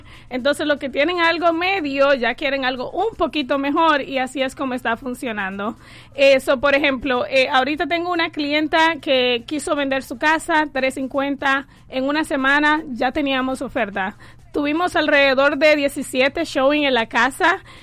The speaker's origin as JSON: {"language": "Spanish", "country": "Dominican Republic", "tie": "born or raised there", "moved": "as an adult", "lives_now": "United States", "said": "Sí, soy de la República Dominicana, allá nací, me crié. Llegué aquí a los Estados Unidos cuando tenía 23 años, entonces okay. Estoy acostumbrada a lo tropical."}